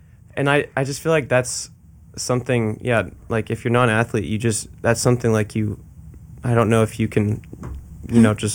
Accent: Florida, United States; growing up in Florida

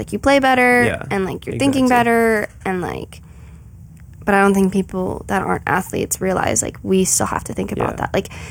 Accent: Illinois, United States; born there; moved away; also born or lived in Las Vegas

